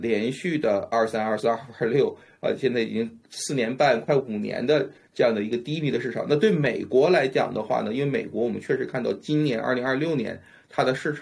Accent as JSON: {"language": "Chinese", "country": "Canada", "said": "我们加拿大不像美国，我们相对来说经济是更弱一点的啊。"}